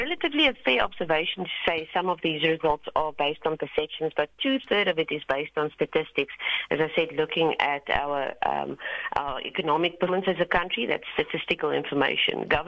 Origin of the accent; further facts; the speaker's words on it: South Africa; It just signifies areas where we as South African citizens, but as well as the government and the private sector, need to focus on areas of productivity